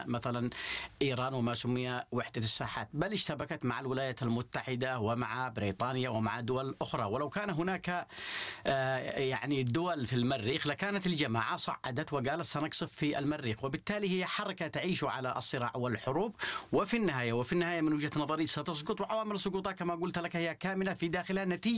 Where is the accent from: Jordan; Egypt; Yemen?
Yemen; نحن كيمنيين